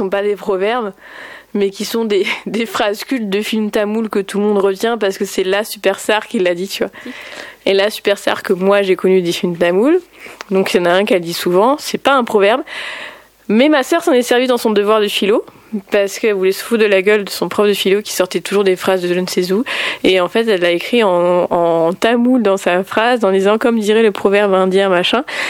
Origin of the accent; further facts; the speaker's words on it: Auxerre, Bourgogne-Franche-Comté, France; now in Paris, France; Ouais, je suis née et j'ai grandi à Auxerre.